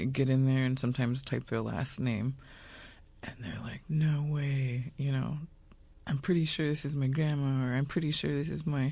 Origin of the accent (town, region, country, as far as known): Metlakatla, Alaska, United States; born or raised there